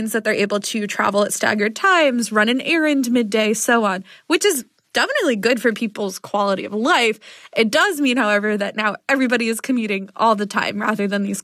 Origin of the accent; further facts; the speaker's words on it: New York, United States; which as a New Yorker, great.